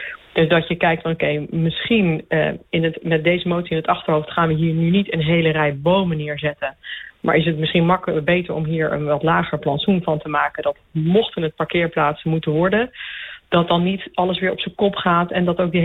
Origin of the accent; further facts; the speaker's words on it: Westervoort, Gelderland, Netherlands; Heb ik hier ook mijn vrienden wonen en kom ik zelf echt uit Westervoort.